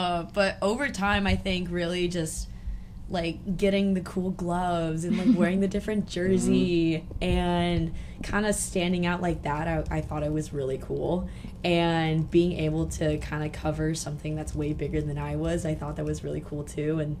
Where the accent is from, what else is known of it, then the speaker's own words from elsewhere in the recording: Long Beach, California, United States; I grew up in Long Beach